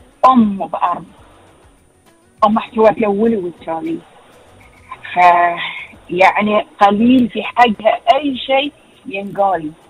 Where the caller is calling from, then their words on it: Bahrain; هذه ديرتنا، هذه أرضنا،